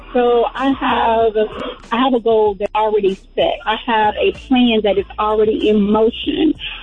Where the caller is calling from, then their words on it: Atlanta, Georgia, United States; I'm calling from Atlanta, Georgia.